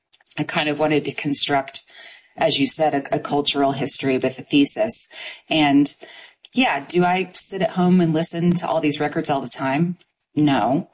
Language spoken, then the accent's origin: English; Indiana, United States; moved away; I'm from Southern Indiana.